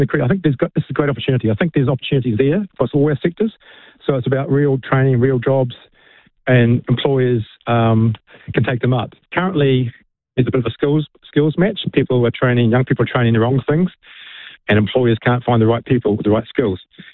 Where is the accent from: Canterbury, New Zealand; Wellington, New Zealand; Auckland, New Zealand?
Wellington, New Zealand; I'm from Wellington